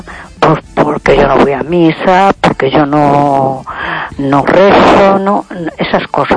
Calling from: A Coruña, Galicia, Spain; de Coruña.

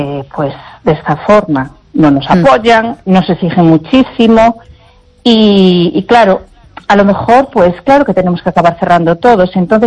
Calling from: A Coruña, Galicia, Spain; de Coruña.

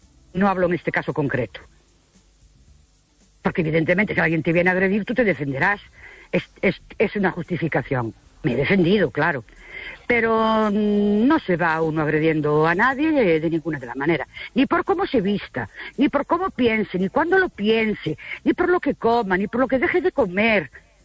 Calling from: Ourense, Galicia, Spain; Hola, buenas noches. … de Urense otra vez.

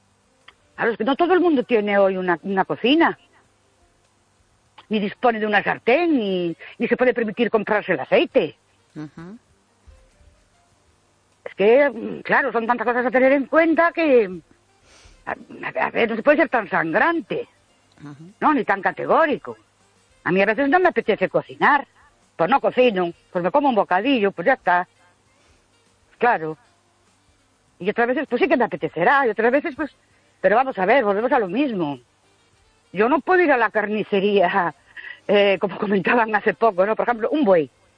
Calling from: Ourense, Galicia, Spain; de Ourense otra vez.

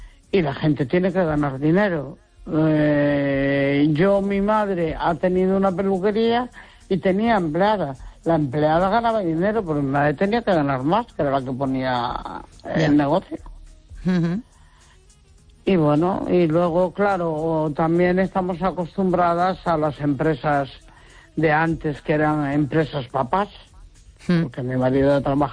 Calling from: Neda, Galicia, Spain

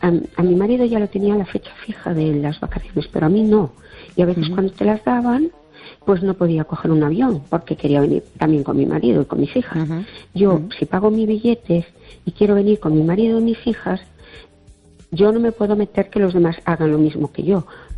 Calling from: Seville, Andalusia, Spain; de Sevilla.

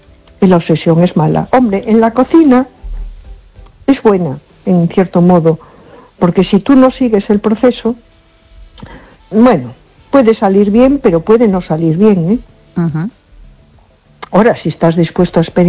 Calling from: A Coruña, Galicia, Spain; de Coruña.

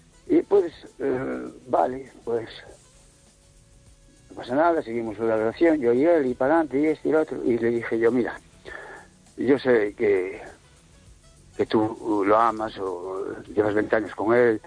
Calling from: Cambre, Galicia, Spain; de Cambre.

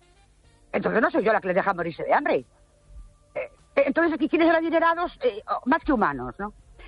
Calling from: Ourense, Galicia, Spain; soy … de Orense

